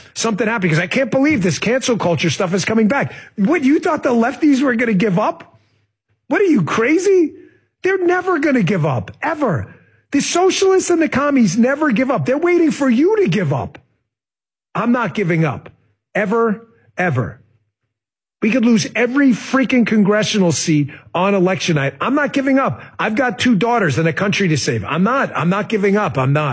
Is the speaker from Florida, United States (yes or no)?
no; New York, United States; I grew up in New York.